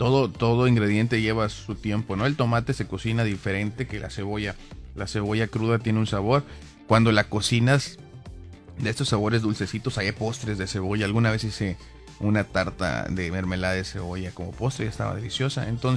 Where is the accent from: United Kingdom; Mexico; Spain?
Mexico; Que quede claro, soy mexicano.